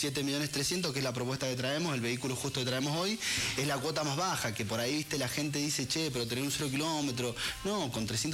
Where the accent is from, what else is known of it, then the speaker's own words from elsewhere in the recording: Puerto Rico; Soy de las... soy sangre latina, puertorriqueña.